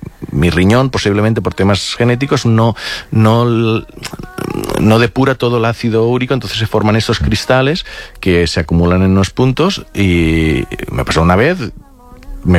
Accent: Catalonia, Spain

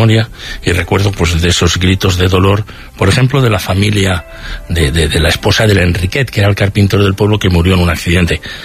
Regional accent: Campo, Aragon, Spain; Mi pueblo era un pueblo agrícola, pero muy cercano al río Noguera Ribagorzana, y a partir de finales de los 50, yo nací en el 51

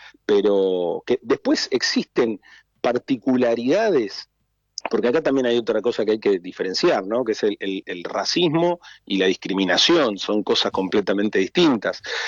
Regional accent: Argentina; born there; Yo me formé y me crié en la comunidad española y manteniendo esa identidad, más allá que también tengo algún abuelo italiano, pero la mayoría fue española

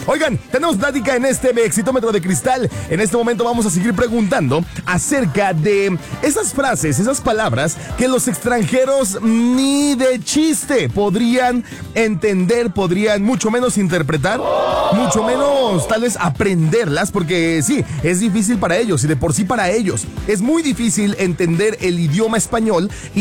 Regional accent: Mexico; Yo soy mexicano y ni yo te entendí. Pero está bonito, se escucha bien, se escucha bastante cómica esta manera de platicar que tenemos nosotros los mexicanos.

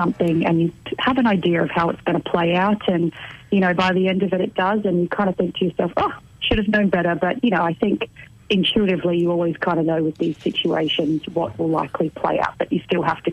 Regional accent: Northern Territory, Australia; now in Brisbane, Australia; So I'm originally from the Northern Territory. Like most other singers, I've grown up singing my entire life, and I'm now based in Brisbane

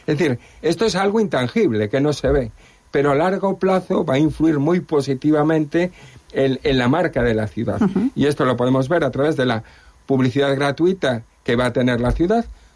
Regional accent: A Coruña, Galicia, Spain; preguntaban, ¿de dónde eres? Decías Coruña, y decían Depor, ¿no?

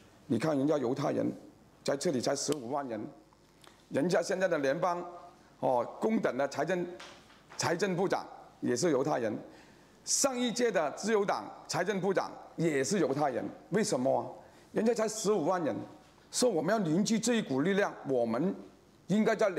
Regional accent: Malaysia; 特别我们马来西亚华人， 他们语言非常丰富的新加坡华人，是吗？我讲福建话、潮州话、广东话、粤语、英文，是吗？普通话全部会讲的

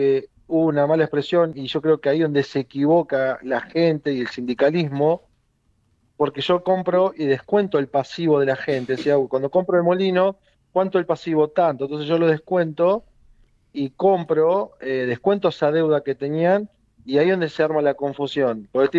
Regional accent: Pueblo Irigoyen, Santa Fe, Argentina; moved away; Mi pueblo se llama Pueblo Irigoyen. Es un pueblo que está entre Rosario y Santa Fe, en la ruta entre Rosario y Santa Fe, pero no sobre la ruta. Ojalá tendríamos esa suerte. Ni entre la ruta, ni pasa el ferrocarril. Estamos entre medio de la ruta y el ferrocarril, o sea, en el medio de la nada.

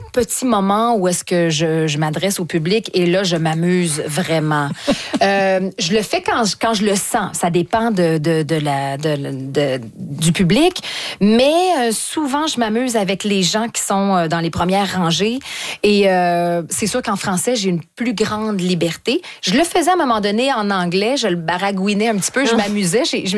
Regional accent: Quebec, Canada; accent: strong Québécois; Mais j'ai un fort accent québécois

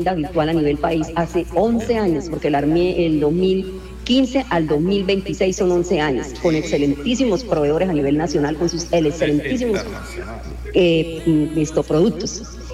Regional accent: Bucaramanga, Santander, Colombia; porque yo soy santandereana, bumanguesa, y para atrás ni un paso.

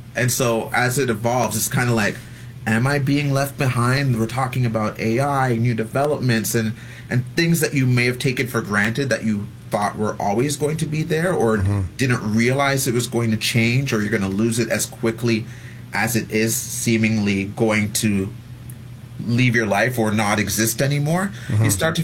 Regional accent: Ottawa, Ontario, Canada; So I grew up in Ottawa's West End

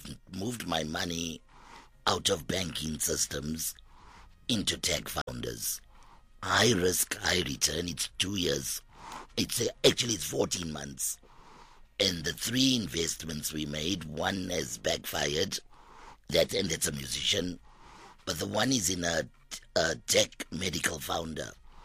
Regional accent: South Africa; And we're coming from South Africa.

